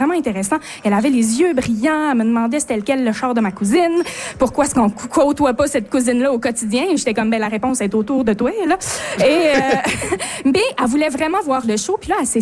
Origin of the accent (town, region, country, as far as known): Quebec, Canada